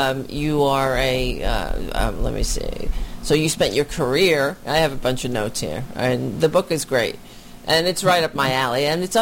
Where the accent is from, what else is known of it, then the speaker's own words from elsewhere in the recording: New York, United States; I'm a New Yorker.